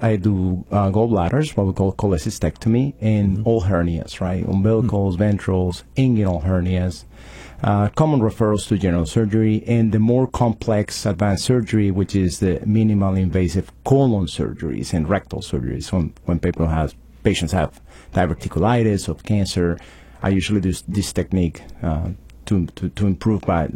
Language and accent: English; Venezuela; moved away as an adult; also born or lived in Philadelphia; now in Farmington, United States; I'm originally from Venezuela. We did move to the United States in the year 2001 and lived in Philadelphia for a few years. And we've been in Farmington since 2009, me and my wife. Raised the family here.